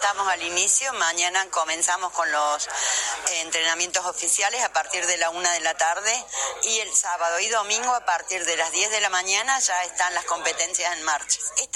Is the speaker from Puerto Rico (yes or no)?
no; Córdoba, Argentina